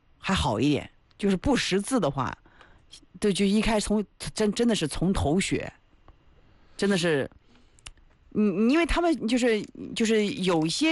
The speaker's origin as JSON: {"language": "Chinese", "town": "Feixi", "region": "Anhui", "country": "China", "accent": "Feixi dialect", "said": "我们这方言好大"}